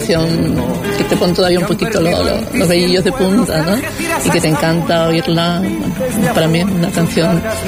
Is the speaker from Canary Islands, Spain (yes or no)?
no; Algeciras, Andalusia, Spain; Y además yo soy de Algeciras, de Algeciras a Estambul